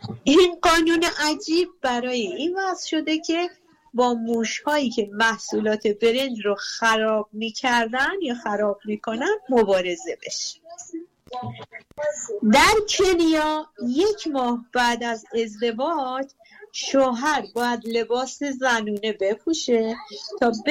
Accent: Mashhad, Razavi Khorasan, Iran; من مشهدیم.

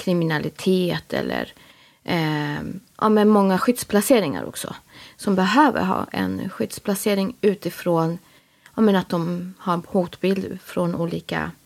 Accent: Haninge, Stockholm County, Sweden; född och uppvuxen i Stockholm i södra sidan, Jordbro, Haninge.

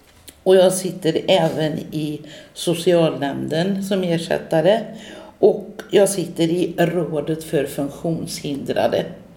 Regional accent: Falköping, Västra Götaland County, Sweden; Jag är född och uppvuxen i Falköping och bor fortfarande kvar. Jag var den som aldrig kom iväg härifrån.

